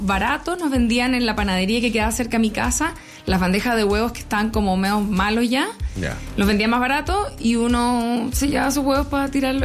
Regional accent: Rancagua, O'Higgins, Chile; also born or lived in Coya; Yo vengo de Rancagua, viví en Coya cuando era chica

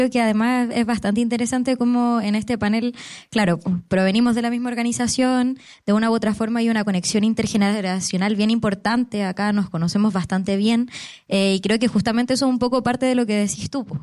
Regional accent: Paine, Santiago Metropolitan Region, Chile; Yo soy de Paine. Me crié y me estudié en un colegio donde toda la vida nunca existió un centro de estudiantes.

